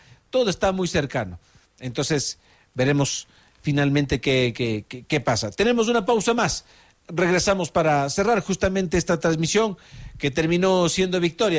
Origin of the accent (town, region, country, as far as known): Ecuador